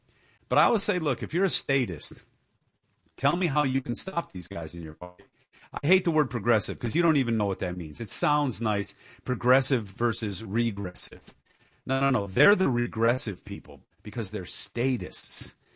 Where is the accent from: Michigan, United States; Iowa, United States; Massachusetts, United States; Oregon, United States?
Michigan, United States; Dearborn; It's happening in Dearborn, my hometown.